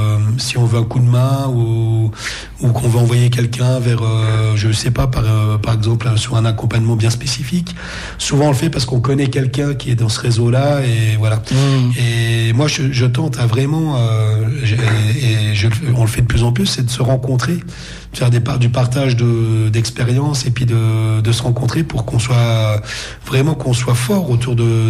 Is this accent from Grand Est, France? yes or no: yes; Nancy, Grand Est, France; moi, je viens de la ville, hein, je suis de Nancy, j'ai habité tantôt à Nancy, tantôt à Laxou, donc je connais bien tout le tissu urbain et tout ça.